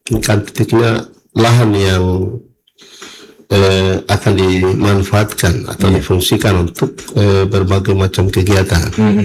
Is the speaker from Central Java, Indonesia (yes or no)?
no; Papua, Indonesia; kita sebagai anak Papua sendiri